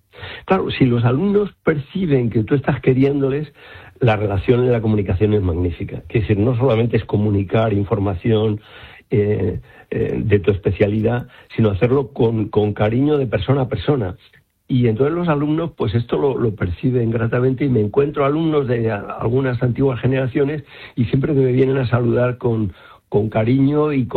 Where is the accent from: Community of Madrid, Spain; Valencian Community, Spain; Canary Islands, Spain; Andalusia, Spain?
Community of Madrid, Spain; Madrid; now in Armuña, Spain; Y yo, de hecho, soy madrileño de Chamberí y me he ido a vivir a la Armuña salmantina